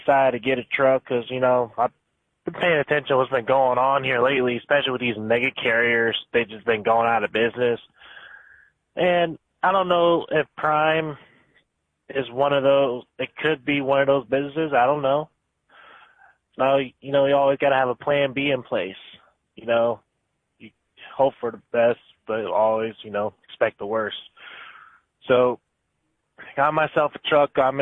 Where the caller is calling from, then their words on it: Oak Grove, Missouri, United States; I am checking in from Oak Grove, Missouri.